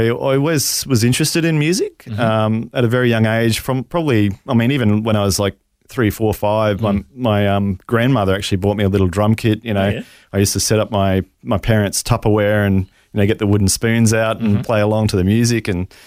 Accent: Rockhampton, Queensland, Australia; So, I grew up in Rocky.

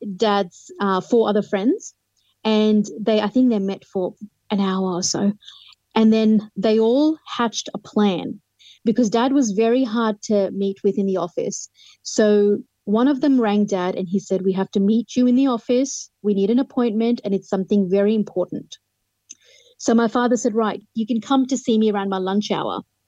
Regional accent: Hampstead, London, United Kingdom; born there; And I said, oh, well, I was born in Hampstead, London.

